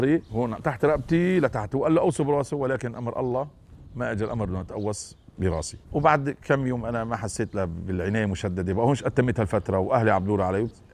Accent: Saladin Governorate, Iraq; يعني إنه أنا من صلاح الدين وإلى آخره

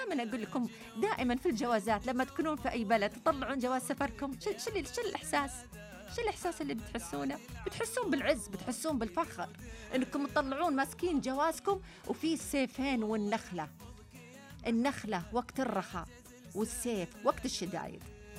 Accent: Saudi Arabia; إحنا هذا سعوديين

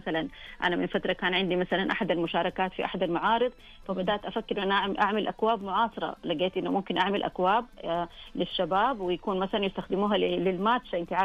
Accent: Saudi Arabia; هوية بلادي المملكة العربية السعودية

